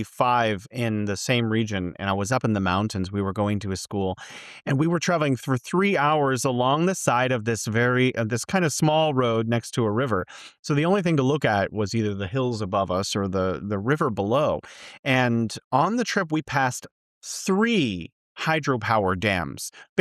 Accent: United States; China has more hydropower than any other country in the world, including the United States, my home country.

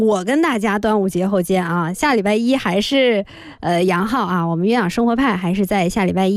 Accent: Shuangyashan, Heilongjiang, China; moved away; 我就要回我的老家黑龙江刷秧山市宝清县。

